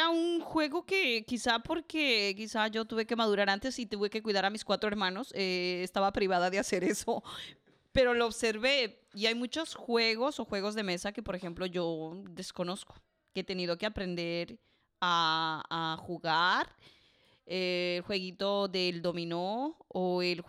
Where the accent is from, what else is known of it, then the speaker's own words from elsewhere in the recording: Ecuador; Soy de Ecuador